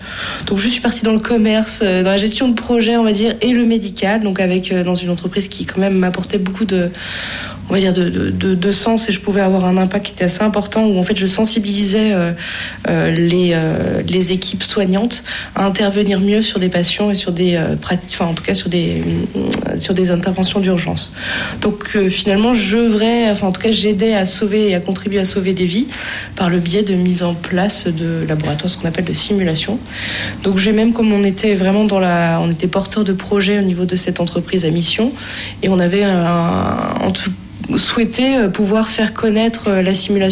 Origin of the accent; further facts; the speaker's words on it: Auvergne-Rhône-Alpes, France; je suis contente d'être revenue aujourd'hui finalement à côté de Lyon, puisque c'est là où j'ai grandi et je suis installée